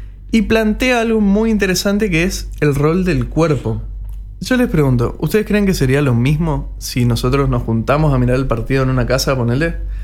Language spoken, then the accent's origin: Spanish; Argentina; Somos todos argentinos.